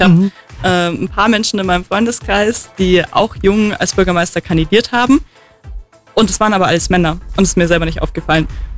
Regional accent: Immenstadt, Bavaria, Germany; now in Obermaiselstein, Germany; Ich bin zwar in Immenstadt geboren, aber in Knottenried aufgewachsen, bei guten 30 Häusern auf 1000 Meter Höhe.

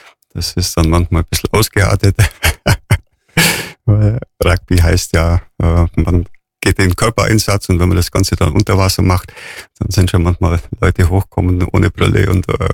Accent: Durach, Bavaria, Germany; Ja, ich komme aus Durach und da haben wir den Öschlesee nebendran

